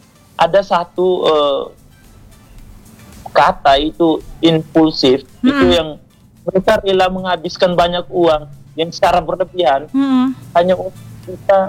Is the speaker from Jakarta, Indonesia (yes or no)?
no; Ende, East Nusa Tenggara, Indonesia; identitas kita sebagai orang ND, sebagai orang NTT.